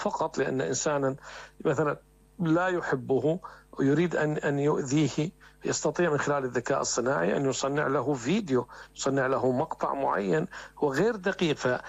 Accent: Syria; عندنا في سوريا

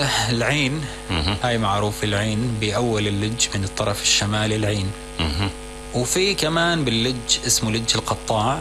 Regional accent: Idlib Governorate, Syria; فصار التحرير باتجاه مدينة جسر الشغور، نحن قريبين عليها.

